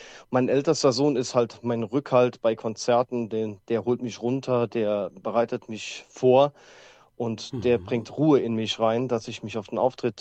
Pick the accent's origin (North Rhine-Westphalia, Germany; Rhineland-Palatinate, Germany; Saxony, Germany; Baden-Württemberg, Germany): Rhineland-Palatinate, Germany; Saarburg; ich komme aus dem Raum Saarburg. Das ist in der Nähe von Trier, Grenze Luxemburg-Frankreich, wenn es einer kennt.